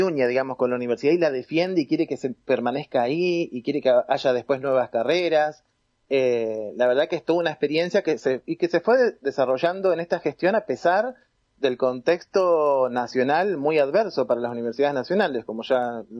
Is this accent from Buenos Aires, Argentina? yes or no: no; Allen, Río Negro, Argentina